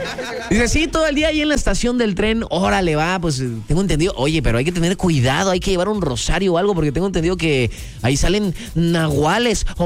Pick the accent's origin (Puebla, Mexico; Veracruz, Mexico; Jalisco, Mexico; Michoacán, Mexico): Veracruz, Mexico; moved away; ya para mis tierras, allá en la zona de las altas montañas, así le decíamos el queso jarocho.